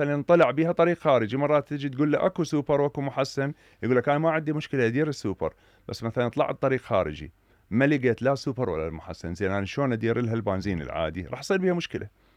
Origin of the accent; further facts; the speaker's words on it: Iraq; هذا عندنا بالعراق